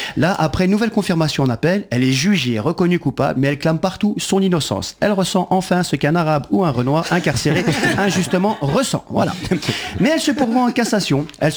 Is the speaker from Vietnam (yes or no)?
no; Belgium; now in Paris, France; je viens de Belgique.